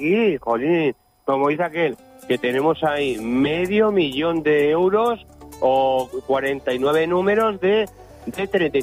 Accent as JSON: {"language": "Spanish", "town": "Pamplona", "region": "Navarre", "country": "Spain"}